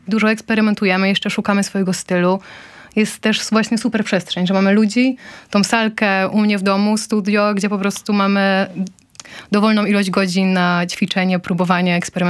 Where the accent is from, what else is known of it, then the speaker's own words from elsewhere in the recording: Radom, Masovian Voivodeship, Poland; bo my jesteśmy z Nataszą z Radomia i tam mamy domek rodzinny naprzeciwko lasu i fortepian jest właśnie w naszym domu.